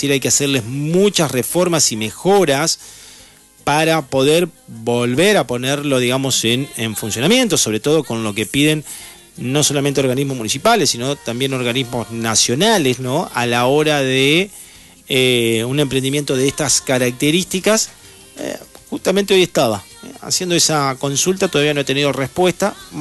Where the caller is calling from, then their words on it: Loma Hermosa, Buenos Aires Province, Argentina; de Loma Hermosa, San Martín, Buenos Aires. Te comento que aquí en Loma Hermosa, San Martín, tenemos una tarde con un sol radiante espectacular.